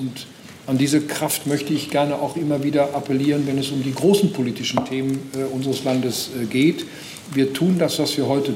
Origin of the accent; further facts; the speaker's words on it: North Rhine-Westphalia, Germany; Ich komme aus dem Land Nordrhein-Westfalen.